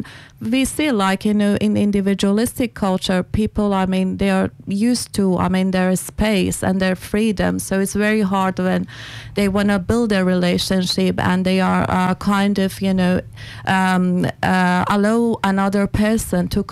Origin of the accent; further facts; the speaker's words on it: Iran; now in Australia; I'm originally from Iran. I'm Persian.